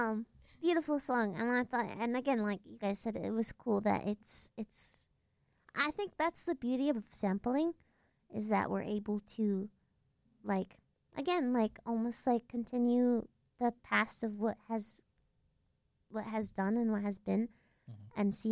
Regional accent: United States; born there; And me and my sister were the first to be born in America in our family lineage.

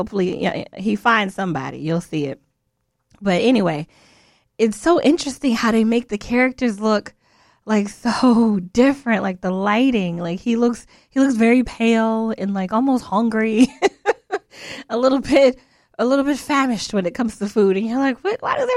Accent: Florida, United States; I grew up in Florida, so I grew up going to Disney as a child

